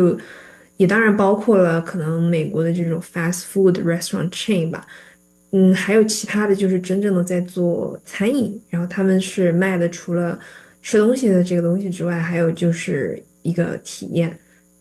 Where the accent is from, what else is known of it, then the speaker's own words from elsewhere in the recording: Chongqing, China; now in Seattle, United States; 我是重庆人